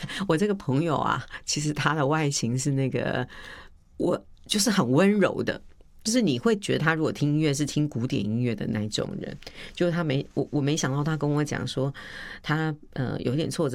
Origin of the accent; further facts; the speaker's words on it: Hualien, Hualien County, Taiwan; born there; 我不知道是不是跟我出生在花莲有关，我有时候看着那个一望无际的海，其实我整个人就会比较平静。